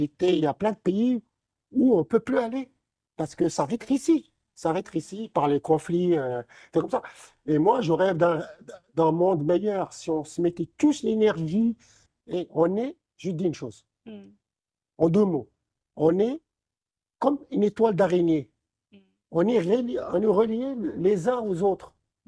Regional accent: Morocco; Dès qu'ils voient que je suis marocain, ils sont contents.

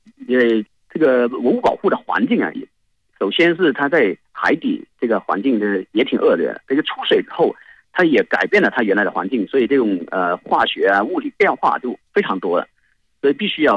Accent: Guangzhou, Guangdong, China; 我是广州人。

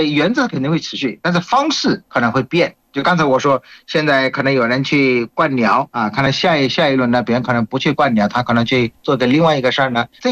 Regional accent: Bangladesh; Chinese is a second language; now in China; 我是来自于孟加拉国的

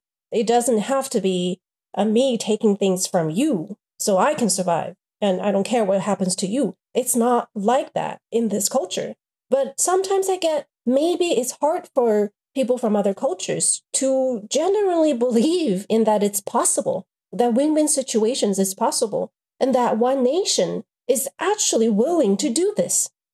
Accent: China; So in China, growing up in China, living in China

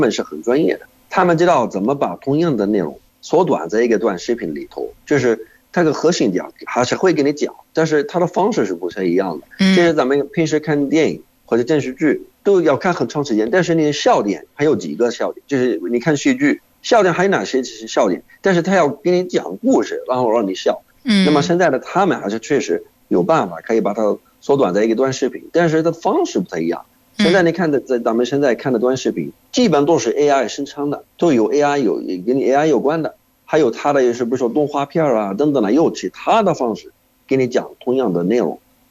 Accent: Jordan; 我是来自约旦的

